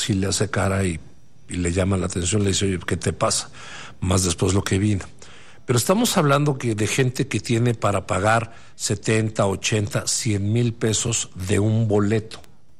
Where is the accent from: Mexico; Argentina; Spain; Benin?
Mexico; me da pena como mexicano